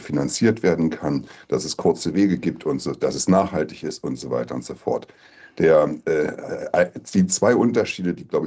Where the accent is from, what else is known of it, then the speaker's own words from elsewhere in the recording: Berlin, Germany; born there; now in Hamburg, Germany; Natürlich hätte ich als Berliner am liebsten das in Berlin